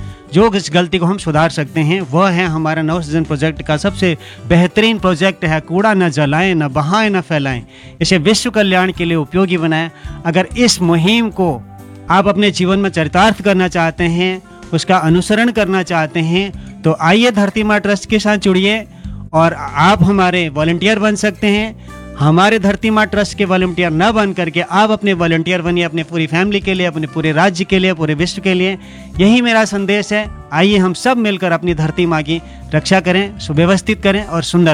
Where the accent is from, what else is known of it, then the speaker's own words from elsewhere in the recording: Nainital, Uttarakhand, India; मैं नैनीताल का रहने वाला हूँ